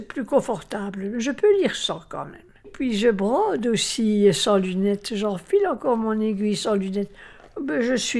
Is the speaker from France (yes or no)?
no; Charleroi, Wallonia, Belgium; je suis née à Charleroi et j'y étais. Je vivais à Charleroi.